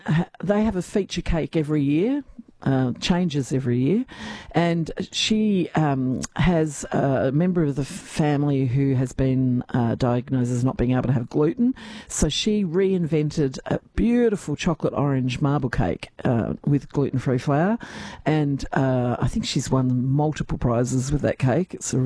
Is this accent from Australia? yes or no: yes; Adelaide Hills, South Australia, Australia; I'm from the Adelaide Hills, and we've just had our Adelaide show